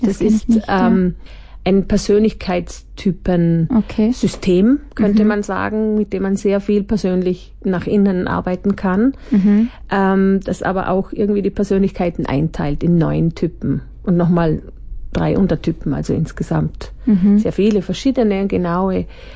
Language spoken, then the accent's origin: German; Feldkirch, Vorarlberg, Austria; moved away as an adult; also born or lived in Innsbruck; now in Spain; Und ich komme ursprünglich aus Feldkirch, bin dort aufgewachsen und dann aber habe ich in Innsbruck Politikwissenschaften studiert und bin nach dem Studium eigentlich gleich mal, lass mich überlegen, 1995